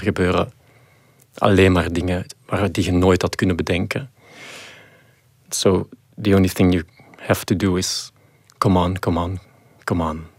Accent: Mechelen, Flanders, Belgium

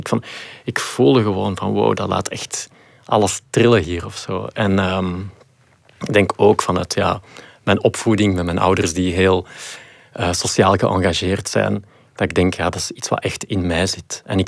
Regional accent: Flanders, Belgium; ik denk ook dat wij als Belgen gewoon heel goed zijn in die verhalen vertellen.

